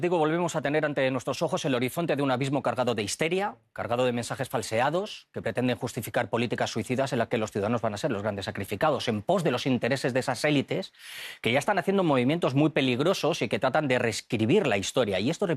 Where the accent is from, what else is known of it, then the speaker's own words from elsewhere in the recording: Spain; como español, se lo digo como europeo